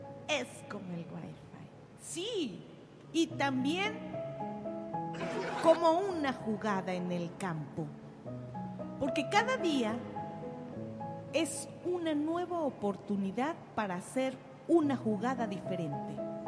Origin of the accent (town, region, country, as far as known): Mexico